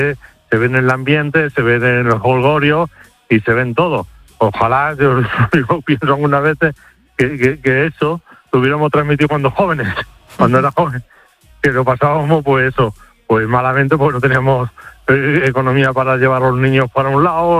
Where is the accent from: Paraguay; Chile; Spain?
Spain; Era sentimiento de ser español y sentimiento de tener a un jugador tuyo